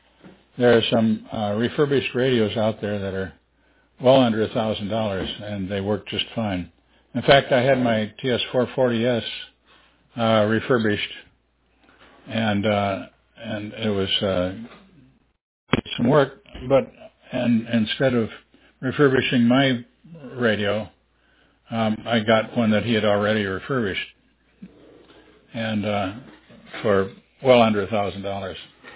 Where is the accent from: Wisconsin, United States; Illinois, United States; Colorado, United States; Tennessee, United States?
Wisconsin, United States; now in Pennsylvania, United States; we live in Pennsylvania, actually, and we're in Delaware right now, but I grew up in Wisconsin, and that's where my call comes.